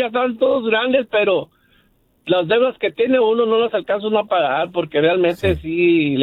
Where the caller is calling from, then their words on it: Las Vegas, Nevada, United States; Te hablo de Las Vegas, Nevada.